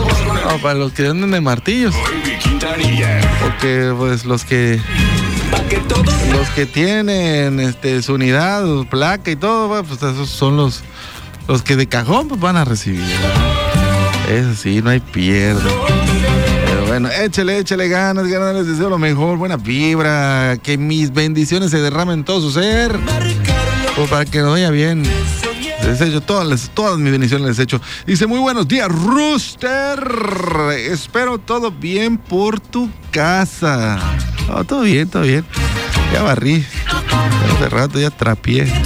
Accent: Mexico; Así somos los mexicanos.

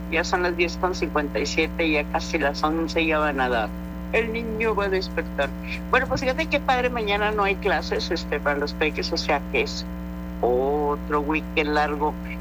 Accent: northern Mexico, Mexico; moved away; los chamacos, los huercos, como decimos allá en el norte.

